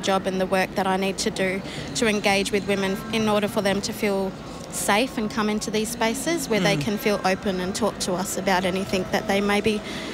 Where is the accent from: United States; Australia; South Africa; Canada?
Australia; Western Australia; So I'm originally from Noongar Boodja, Noongar country. So my mob is Wajak Belodong. So yeah, Noongar country, representing all the Noongars here.